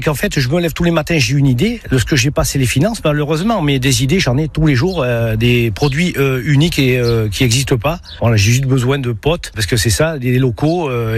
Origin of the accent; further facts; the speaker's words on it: Libourne, Nouvelle-Aquitaine, France; donc j'ai 56 ans. J'habite à Campes-sur-Lisle, je suis né à Libourne. Tout fier d'être Girondin, moi.